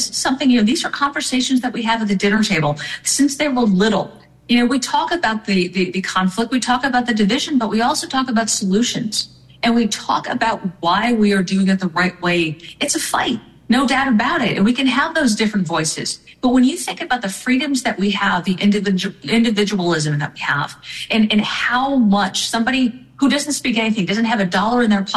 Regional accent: Texas, United States; I'm from Texas.

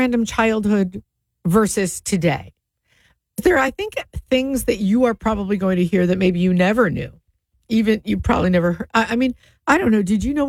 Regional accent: United States; I'm American

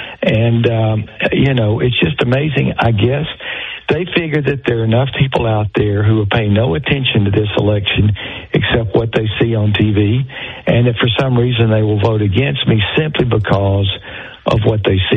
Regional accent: Minden, Louisiana, United States; my hometown in Minden

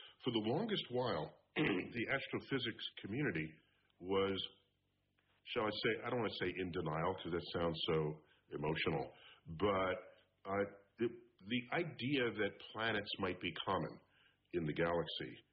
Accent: New York City, New York, United States; born and raised in New York City, where I now serve as director.

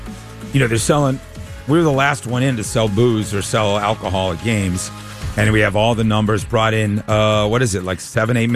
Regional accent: Boston, Massachusetts, United States; I'm from Boston.

